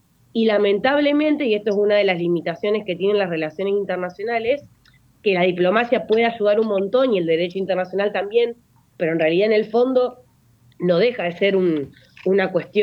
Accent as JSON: {"language": "Spanish", "town": "Paraná", "region": "Entre Ríos", "country": "Argentina", "tie": "born or raised there", "said": "Sí, sí, nacida, criada y laburando en Paraná, muy orgullosa."}